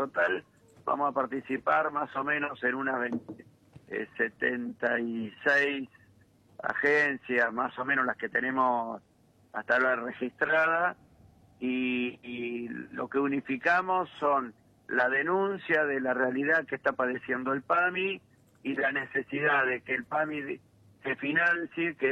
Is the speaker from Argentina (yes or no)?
yes; San Martín, Buenos Aires Province, Argentina; Sí, sí, yo soy de acá de San Martín, provincia de Buenos Aires.